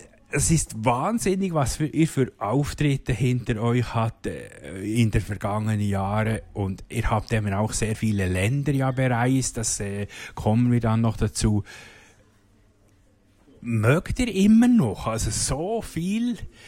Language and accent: German; Switzerland; Da müsste ich als Schweizer schon fast den Antrag stellen, bei unserer Gemeinde euch einzubürgern, oder?